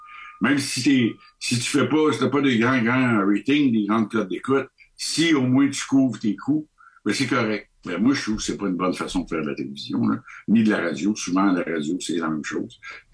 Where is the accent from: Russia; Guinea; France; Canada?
Canada; écoutez, moi, je suis du Canada, je suis ici de passage